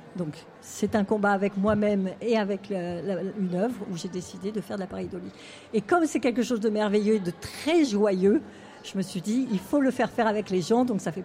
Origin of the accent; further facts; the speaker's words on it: Hauts-de-France, France; born there; now in Saint-Étienne, France; je suis née en Picardie et effectivement quand je suis arrivée à Saint-Etienne, j'ai dit ça y est, waouh, j'ai trouvé ma ville.